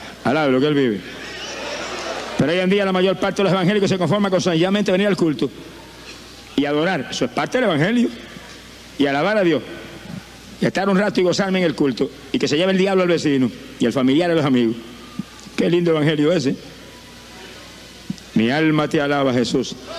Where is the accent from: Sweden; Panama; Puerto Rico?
Puerto Rico; Camuy; born or raised there